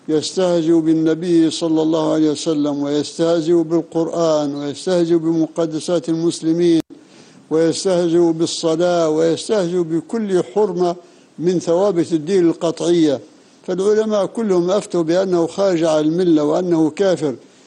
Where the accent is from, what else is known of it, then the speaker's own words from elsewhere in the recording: Libya; المدارس عندنا في ليبيا